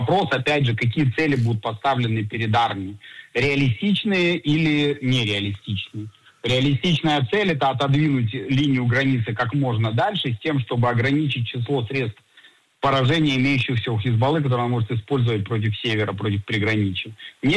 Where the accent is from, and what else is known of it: Israel